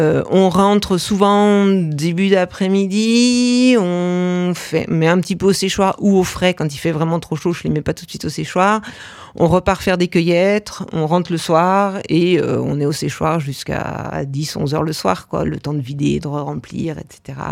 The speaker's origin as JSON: {"language": "French", "region": "Auvergne-Rhône-Alpes", "country": "France", "tie": "born or raised there", "said": "J'ai grandi en Savoie."}